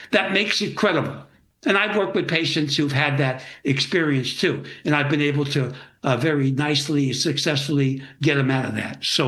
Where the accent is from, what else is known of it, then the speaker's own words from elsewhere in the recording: Baltimore, Maryland, United States; moved away as an adult; now in Los Angeles, United States; I grew up in Baltimore. I'm not kidding you. It's in my books.